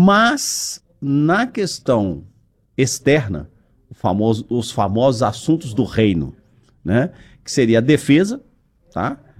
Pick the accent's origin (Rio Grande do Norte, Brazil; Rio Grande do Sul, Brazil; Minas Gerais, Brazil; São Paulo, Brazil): Minas Gerais, Brazil; Barbacena; Eu sou lá de Barbacena.